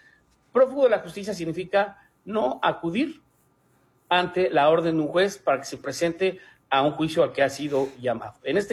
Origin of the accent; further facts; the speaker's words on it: Mexico; Estimada Carmen, puedo decirte que como mexicano ya puedo morir a gusto al haber sido entrevistado por ti.